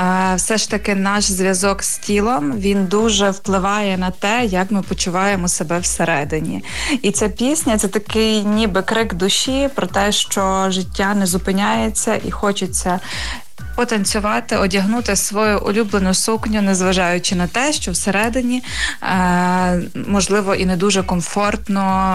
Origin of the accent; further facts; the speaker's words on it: Novoiavorivsk, Lviv Oblast, Ukraine; Я з Новояворівська, так само, як і він, родом з Новояворівська.